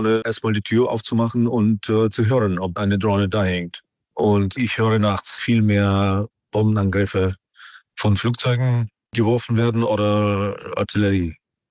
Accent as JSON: {"language": "German", "town": "Kherson", "region": "Kherson Oblast", "country": "Ukraine", "tie": "born or raised there", "second_language": "German", "said": "Tja, in Cherson habe ich mein Haus, in Cherson habe ich meinen Job, ist meine Heimatstadt."}